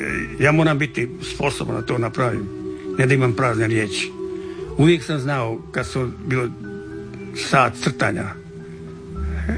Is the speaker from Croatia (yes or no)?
yes; Čavoglave, Šibenik-Knin County, Croatia; now in Australia; Ja sam Hrvat, ja nikad neću prestati biti Hrvat.